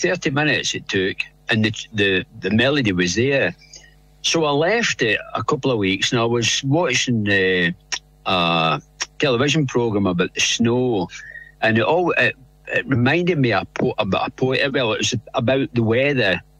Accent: Cumnock, Scotland, United Kingdom; accent: Scottish; moved away as an adult; now in England, United Kingdom; the town where I lived, Cumnock in Scotland

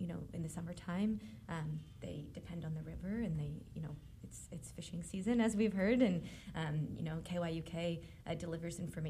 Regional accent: Philadelphia, Pennsylvania, United States; I'm from Philadelphia.

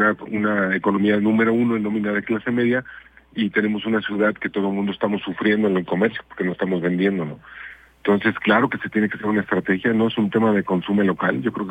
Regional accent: Salamanca, Guanajuato, Mexico; Yo siempre viví en Faja de Oro, ahí desde chiquito, ahí era el casco de la hacienda de mi abuelo, y luego se hizo la casa de mis papás, y ahí viví hasta los 28 años, y luego ya me fui a Guadalupe

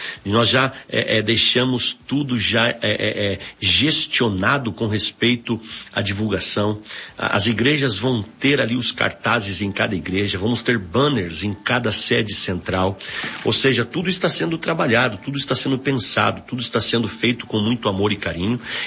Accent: São Paulo, Brazil; Eu venho de São Paulo, gente. São Paulo é um lugar perigoso, né?

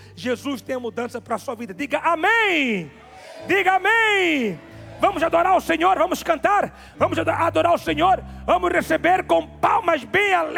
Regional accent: Mozambique; Voltei ao Brasil, daqui peguei o avião, voltei para a minha terra, Moçambique.

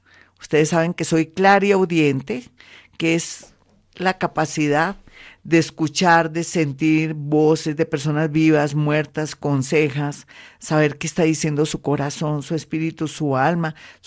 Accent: Colombia; como buena colombiana que somos

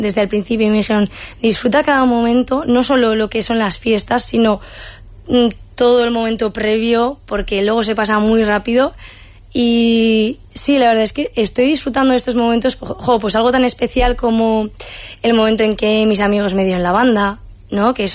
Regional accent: Hondarribia, Basque Country, Spain; son las fiestas de mi pueblo

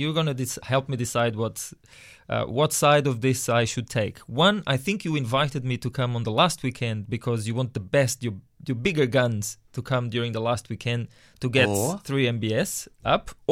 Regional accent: Lisbon, Portugal; born there; English is a second language; moved away; I was born in beautiful Portugal. It's very, very nice little country in Western Europe, Southern Western Europe.

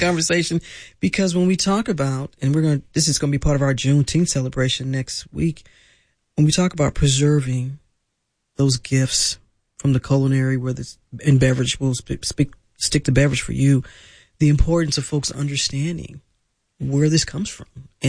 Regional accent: St. Louis, Missouri, United States; I'm from St. Louis, growing up, parents going to Soulard Market, getting the oxtails.

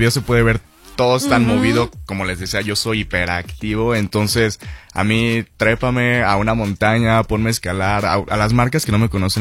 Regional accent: Guadalajara, Jalisco, Mexico; born there; nací en Guadalajara.

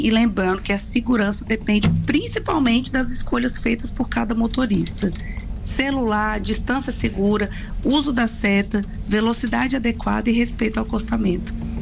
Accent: Brasília, Federal District, Brazil; Eu sou de Brasília

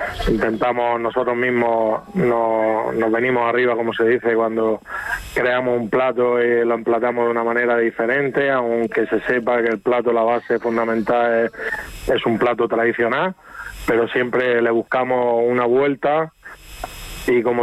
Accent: Region of Murcia, Spain

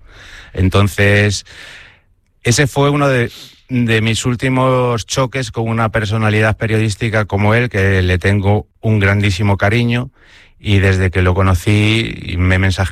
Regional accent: Vicedo, Galicia, Spain; born or raised there

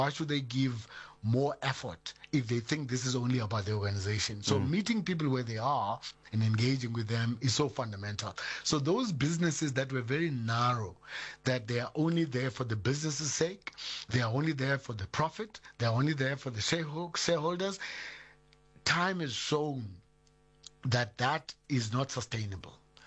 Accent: South Africa; born there; Yet I also see myself as a South African, because I'm born in this country and I identify with this country proudly.

